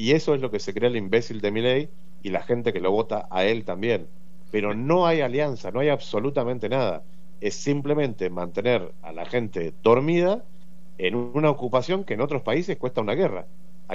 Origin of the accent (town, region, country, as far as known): Argentina